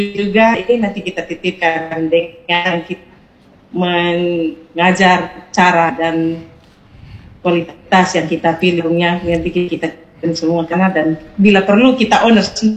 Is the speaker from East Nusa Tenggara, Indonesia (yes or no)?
yes; East Nusa Tenggara, Indonesia; kami orang NTT